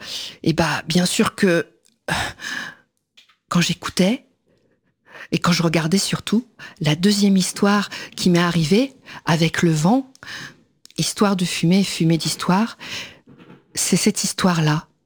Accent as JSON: {"language": "French", "town": "Kraków", "region": "Lesser Poland", "country": "Poland", "said": "moi, je viens de Cracovie."}